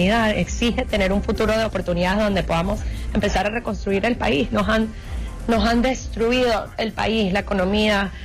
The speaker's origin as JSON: {"language": "Spanish", "country": "Venezuela", "said": "pero sobre todo como venezolana también agradezco mucho la oportunidad y el reconocimiento ante la lucha de los venezolanos"}